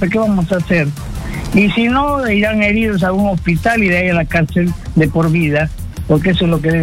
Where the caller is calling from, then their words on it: Arequipa, Peru; Le hablo desde Arequipa.